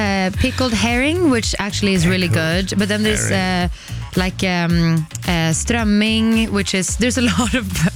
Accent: Stockholm County, Sweden; growing up in Sweden. Like, I grew up in this kind of like fancy suburb outside of Stockholm, but like Sweden fancy level.

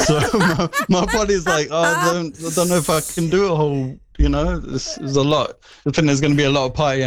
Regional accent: London, United Kingdom; So I am literally born and raised in Islington.

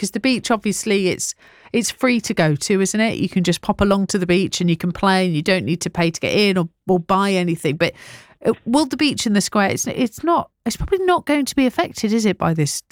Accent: Nottingham, East Midlands, United Kingdom; I grew up in Carrington.

